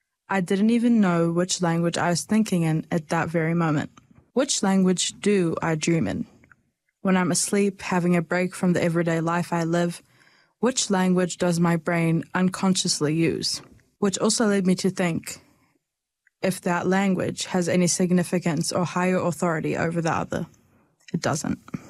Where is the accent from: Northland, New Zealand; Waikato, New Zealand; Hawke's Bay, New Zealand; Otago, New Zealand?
Otago, New Zealand; Dunedin; also born or lived in Hebron, Palestine; I am originally from Hebron, which is in the West Bank in Palestine, and I go to Queens High School. And I was born and raised in Dunedin, although we have lived here and there in Palestine and Dunedin at different stages of my life.